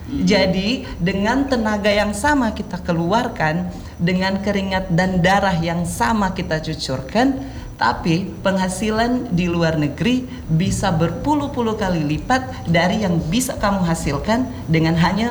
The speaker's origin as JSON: {"language": "Indonesian", "region": "Central Sulawesi", "country": "Indonesia", "tie": "born or raised there", "first_language": "Kaili", "second_language": "Indonesian", "moved": "yes", "said": "bahasa pertama saya itu bahkan even sebelum bahasa Indonesia itu adalah bahasa Kaili. Jadi sebelum saya bisa bahasa Indonesia, saya bahasa Kaili dulu di rumah itu memang dan lingkungan pada saat itu semuanya berbahasa Kaili. Saya bisa lancar dalam berbahasa Indonesia ketika sudah mulai masuk di jenjang TK pada saat itu"}